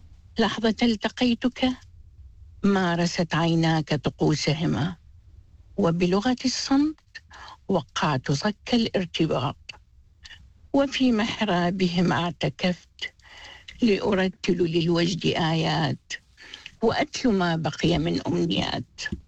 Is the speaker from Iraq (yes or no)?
yes; Iraq; أنا من العراق، أنتمي لمنتدى الجامعيين العراقيين